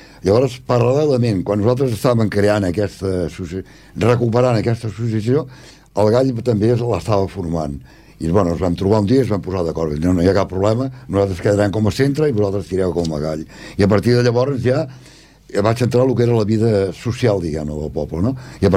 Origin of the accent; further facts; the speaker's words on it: L'Hospitalet de Llobregat, Catalonia, Spain; born there; now in Esplugues de Llobregat, Spain; Jo vaig néixer al barri de la Torrassa d'Hospitalet de Llobregat, el 6 del 3 del 33. Vaig néixer a la Torrassa, sóc enginyer industrial i resideixo a Esplugues des de l'any 1967.